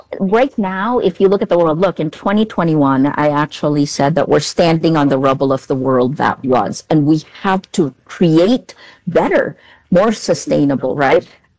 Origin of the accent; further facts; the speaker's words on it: Philippines; Because I come from the Philippines.